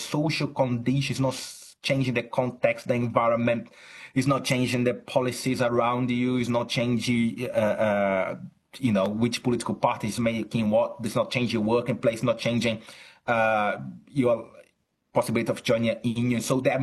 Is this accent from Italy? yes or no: no; Brazil; now in Chichester, United Kingdom; I'm originally from Brazil, although I'm academic in at the University of Chichester in the UK. I see a lot of that also in Brazil.